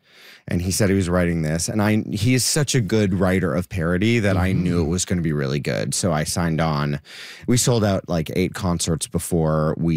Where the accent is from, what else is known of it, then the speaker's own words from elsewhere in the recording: Canada; moved away; I'm from Canada. I lived here for 14 years